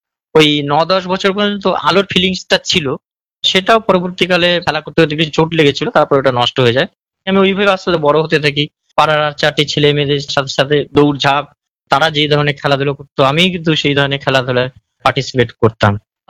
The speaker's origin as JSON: {"language": "Bangla", "town": "Maslandapur", "region": "West Bengal", "country": "India", "tie": "born or raised there", "also_born_or_lived": "Narendrapur", "said": "আমাদের বাড়ি ওই মসলেন্দুপুর স্টেশনে আর ভিতরে যেতে হবে চণ্ডীপুর গ্রামে।"}